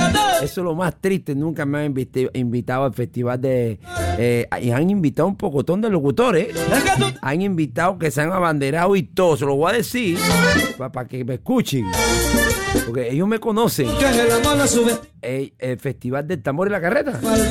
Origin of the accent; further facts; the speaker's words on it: Monagrillo, Herrera, Panama; also born or lived in Las Lagunitas, Jacintillo, Los Pozos; Allá soy, de allá es de mi madre. De allá que soy. Me crié en Monagrillo toda mi vida, desde niño. Por eso, pero igual yo soy poseño y soy monagrillero.